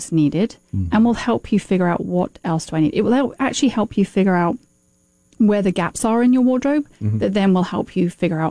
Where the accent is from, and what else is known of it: United Kingdom